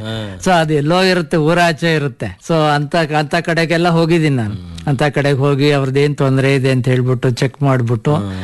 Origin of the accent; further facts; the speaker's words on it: Chikka Hejjaji, Karnataka, India; also born or lived in Bengaluru; ನಾನು actually ಬೆಂಗಳೂರಿನವನು, Bengaluru district ಅಲ್ಲಿ ಚಿಕ್ಕ ಹೆಜ್ಜಾಜಿ ಅಂತ ದೊಡ್ಡಬಳ್ಳಾಪುರ ತಾಲೂಕಿನಿಂದ ನಾನು ಹುಟ್ಟಿ ಬೆಳೆದಿರೋದು. ಆದ್ರೂ ಕೂಡ ನಗರದಲ್ಲೇನೆ ನಂದು ಬೆಳವಣಿಗೆ ಎಲ್ಲ, ನನ್ನ ಚೈಲ್ಡ್ಹುಡ್ ಆಗ್ಲಿ ಕಾಲೇಜ್ ಡೇಸ್ ಅಲ್ಲಿ ಎಲ್ಲಾನು ಇಲ್ಲೇ ಕಳೆದಿರೋದು.